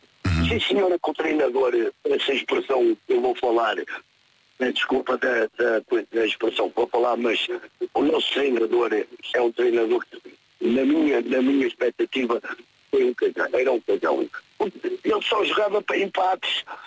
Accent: Matosinhos, Porto, Portugal; Olá, bom dia. … sou de Matosinhos.

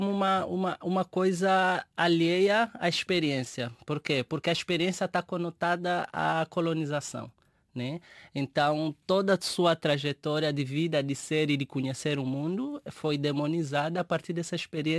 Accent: Angola; Angola, né? Eu sou angolano

